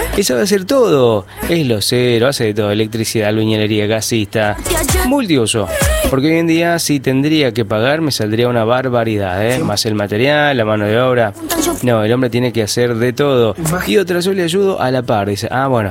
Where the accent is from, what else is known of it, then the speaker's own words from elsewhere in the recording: Palpalá, Jujuy, Argentina; Bueno, soy de Palpalá, somos cuatro, mis dos hijos y nosotros, tengo una enorme casa